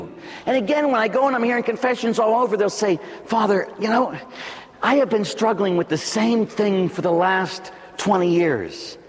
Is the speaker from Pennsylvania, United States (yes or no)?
yes; Pittsburgh, Pennsylvania, United States; I grew up in Pittsburgh. I'm a Pittsburgher, I say yin still.